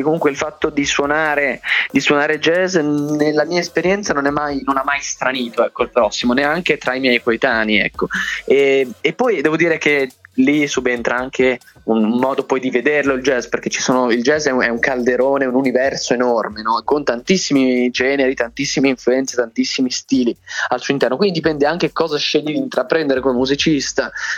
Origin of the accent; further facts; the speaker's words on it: Bologna, Emilia-Romagna, Italy; conservatorio di Bologna, che è la mia città natale. Poi ho studiato anche negli Stati Uniti